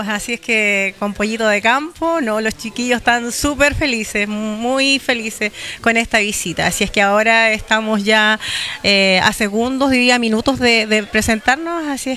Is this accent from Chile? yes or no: yes; Quehui Island, Los Lagos, Chile; Nosotros también somos de descendencia, yo soy oriunda de Kewi, sé lo que significa vivir en el campo